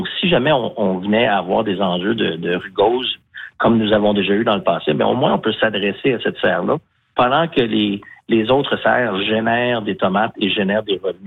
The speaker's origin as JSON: {"language": "French", "town": "Sainte-Croix", "region": "Quebec", "country": "Canada", "tie": "born or raised there", "said": "je salue tous les gens de la Grande Capitale, ma ville natale de Sainte-Croix. Oh. Je suis très rattaché."}